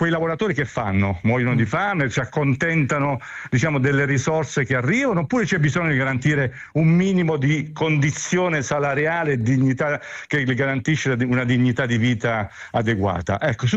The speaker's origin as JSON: {"language": "Italian", "region": "Southern Italy", "country": "Italy", "said": "dalle mie parti, dal meridione"}